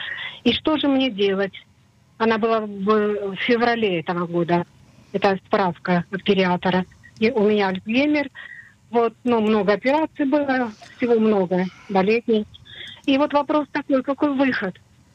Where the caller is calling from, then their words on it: Tel Aviv, Tel Aviv District, Israel; из Тель-Авива. Мне 78 лет.